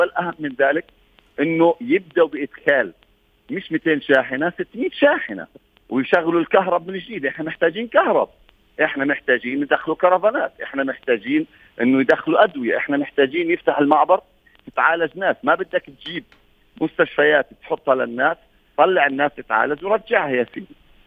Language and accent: Arabic; Palestine; إحنا نرفض كفلسطينيين